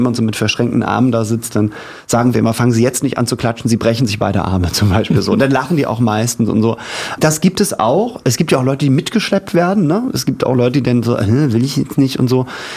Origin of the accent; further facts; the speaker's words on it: Hamburg, Germany; Ich komme aus Hamburg, das heißt, wir hatten viele Norddeutsche